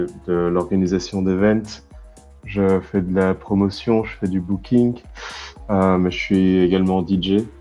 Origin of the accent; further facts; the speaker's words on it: Brussels, Brussels-Capital Region, Belgium; mon blaze de DJ … Je suis bruxellois, j'ai grandi ici